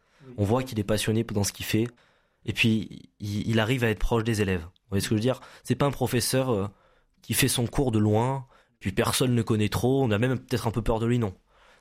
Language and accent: French; Montpellier, Occitanie, France; born there; also born or lived in Carcassonne / Lodève; j'ai été du coup dans plusieurs villes, donc Carcassonne, oui. Lodève, puis ici Montpellier. J'ai fait à Lodève, j'étais dans l'école Saint-Joseph.